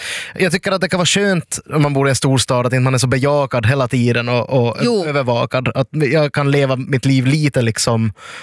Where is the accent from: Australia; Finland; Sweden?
Finland; Nykarleby, Ostrobothnia; now in Helsinki, Finland; Jag är ju från Nykabi då.